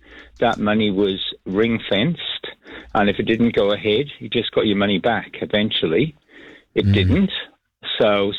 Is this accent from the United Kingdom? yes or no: yes; Wales, United Kingdom; I'm Welsh